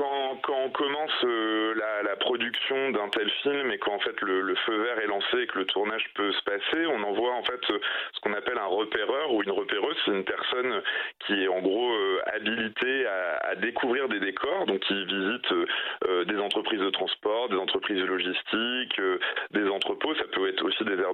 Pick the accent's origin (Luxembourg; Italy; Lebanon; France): France; Normandy; now in Paris, France